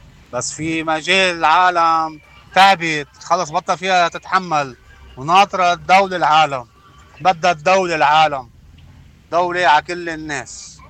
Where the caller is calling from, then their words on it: Beirut, Beirut Governorate, Lebanon; من الاشرفيه.